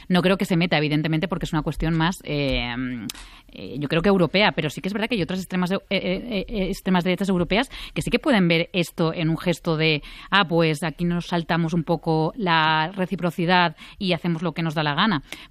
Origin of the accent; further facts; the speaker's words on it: Castellón de la Plana, Valencian Community, Spain; Yo soy de Castellón